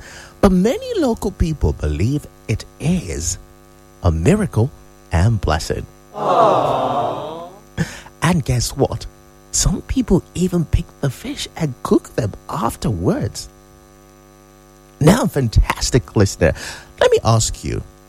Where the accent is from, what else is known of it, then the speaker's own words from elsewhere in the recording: Enugu, Enugu State, Nigeria; There used to be a time while I was growing up in Enugu